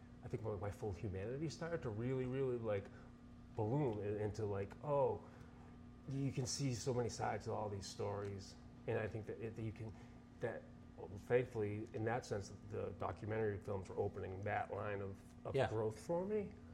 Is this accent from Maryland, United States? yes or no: no; Taunton, Massachusetts, United States; I grew up in Taunton, Massachusetts.